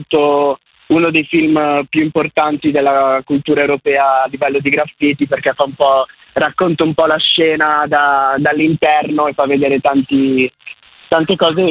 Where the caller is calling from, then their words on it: Rozzano, Lombardy, Italy; sto chiamando da Rozzano ora.